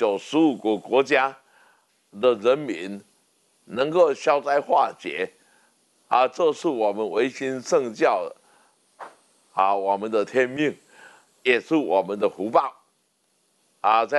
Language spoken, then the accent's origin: Chinese; Taiwan